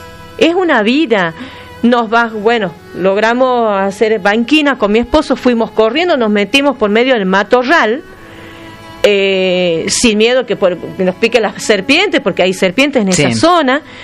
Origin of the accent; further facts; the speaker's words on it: Argentina; Está el tucumano, el salteño, el norteño, somos todos argentinos